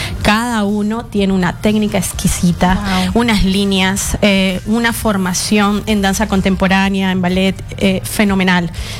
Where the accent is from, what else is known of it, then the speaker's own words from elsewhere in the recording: Venezuela; No, soy venezolana.